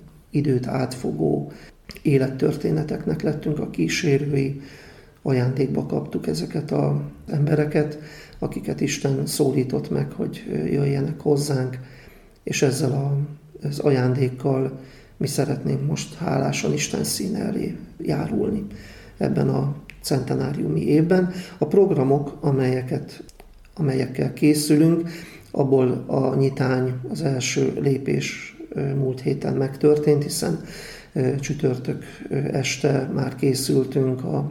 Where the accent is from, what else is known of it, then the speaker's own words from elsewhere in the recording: Zalaegerszeg, Zala, Hungary; mivel én magam is a zalaegerszegi vagyok